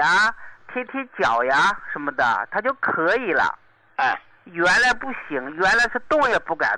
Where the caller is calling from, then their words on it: Shanxi, China; 哎呀，您好，我是山西的。